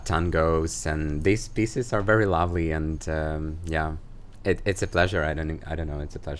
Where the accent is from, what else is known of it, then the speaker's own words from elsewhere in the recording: Ukraine; moved away; Yes, I'm from Ukraine.